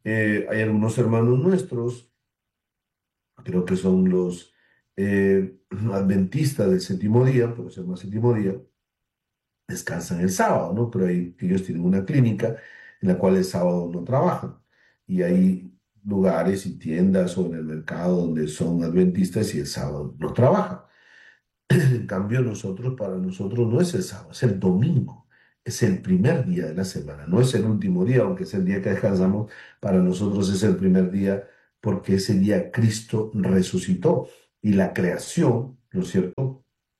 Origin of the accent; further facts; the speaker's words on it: Tumbes, Peru; Saludar a todos nuestros hermanos norteños, mis paisanos, yo soy de Tumbes